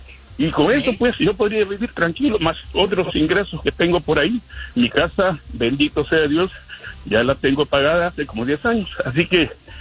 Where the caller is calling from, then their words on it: Houston, Texas, United States; a todos en la mesa, de Houston.